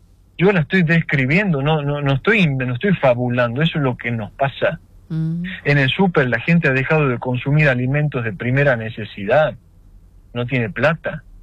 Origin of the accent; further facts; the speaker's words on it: La Rioja, Argentina; que orgullo decir que somos de esta tierra.